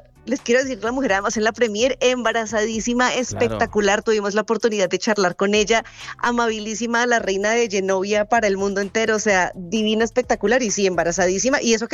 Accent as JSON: {"language": "Spanish", "region": "Bogotá", "country": "Colombia", "said": "estuve en Los Ángeles y estuve en Bogotá, pues en mi tierra"}